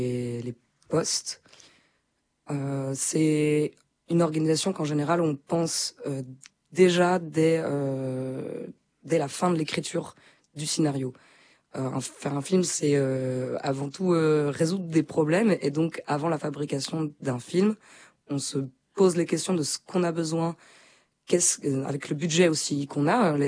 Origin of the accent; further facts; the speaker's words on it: Belgium; je viens de Belgique.